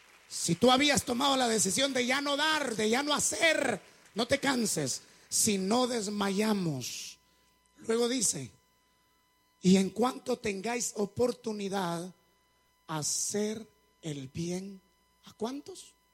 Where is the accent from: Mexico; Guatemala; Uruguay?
Guatemala; Zacapa; Porque yo soy de Zacapa, tierra caliente.